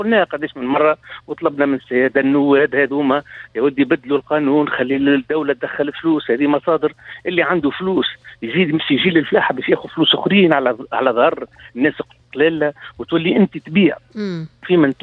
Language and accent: Arabic; Tunisia; عندنا في تونس